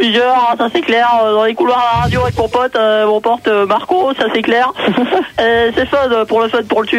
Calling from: Nantes, Pays de la Loire, France; j'ai 25 ans, j'habite à Nantes.

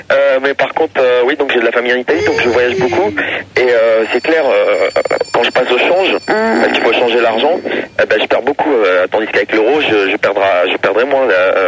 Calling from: Lyon, Auvergne-Rhône-Alpes, France; j'ai 21 ans, j'appelle de Lyon.

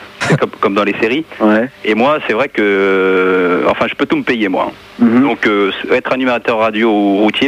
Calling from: Toulouse, Occitanie, France; J'habite à Toulouse.

